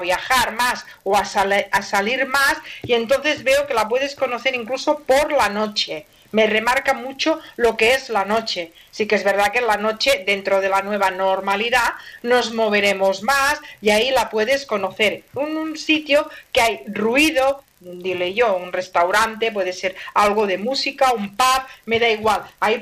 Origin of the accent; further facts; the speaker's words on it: Barcelona, Catalonia, Spain; Claro, yo soy de Barcelona, anda que no se me nota a mí. El acento que llevo.